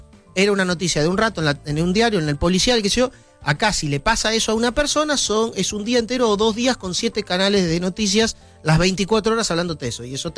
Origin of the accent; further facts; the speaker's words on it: Buenos Aires, Argentina; En la calle donde yo nací, jugaba en la calle, en un barrio de acá, de Capital, sí, Federal.